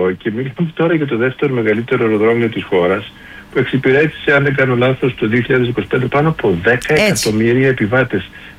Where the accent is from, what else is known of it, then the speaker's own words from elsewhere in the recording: Greece; και εγώ το έκανα ως άνθρωπος, ως Έλληνας